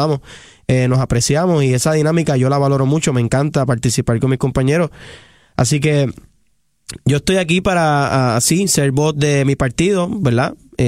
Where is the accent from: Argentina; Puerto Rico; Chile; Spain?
Puerto Rico; porque nosotros no solamente somos el futuro, somos el presente de Puerto Rico.